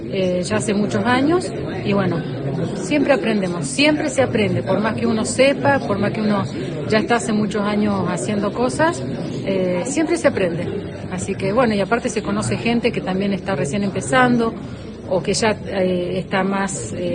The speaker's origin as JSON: {"language": "Spanish", "town": "Juana Koslay", "region": "San Luis", "country": "Argentina", "said": "Buen día, buen día. Soy de Juana Coslay."}